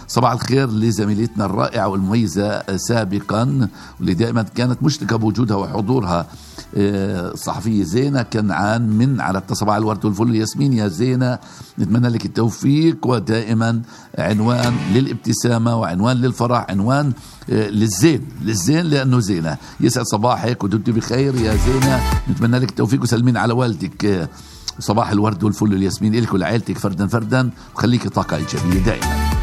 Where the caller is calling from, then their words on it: Jerusalem, Palestine; من القدس أول مرة بشارك